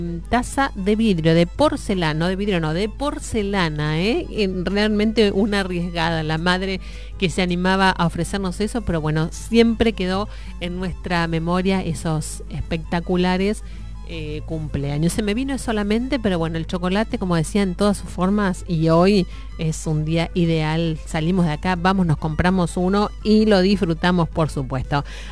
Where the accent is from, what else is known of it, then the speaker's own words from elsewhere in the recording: Argentina; Realmente es algo maravilloso que nos tocó tener como argentinos.